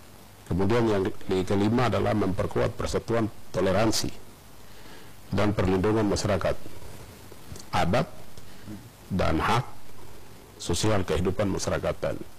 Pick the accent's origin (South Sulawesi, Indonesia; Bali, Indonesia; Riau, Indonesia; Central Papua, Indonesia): Central Papua, Indonesia; Nabire; Yang kedua, saya ini orang Nabire.